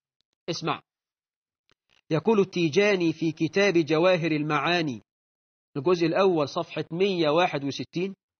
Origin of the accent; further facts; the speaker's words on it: Egypt; موجودة عندنا في مصر في منطقة اللسان في دمياط